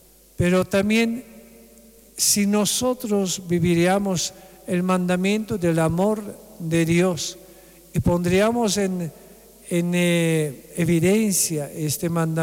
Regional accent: Bolivia; nuestro gobierno acá en Bolivia

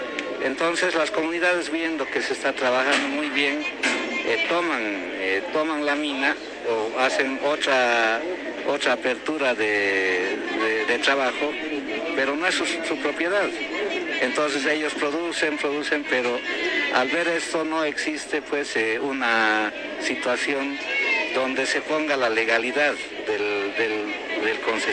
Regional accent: Potosí, Bolivia; como potosinos estamos pidiendo hoy en día que los potosinos también hagamos pues estas actividades

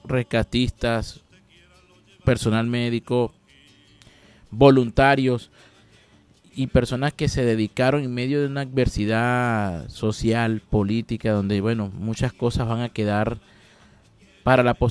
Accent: Venezuela; Y así somos todos los venezolanos

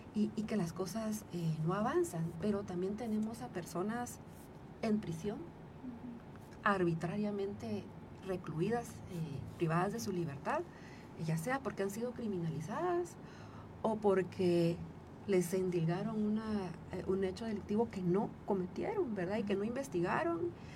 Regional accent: Guatemala; nosotras como guatemaltecas no vamos y votamos como si íbamos a hacer ya el otro año

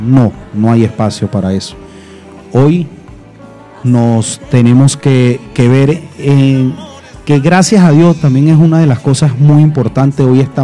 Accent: Venezuela; como venezolanos, como Venezuela.

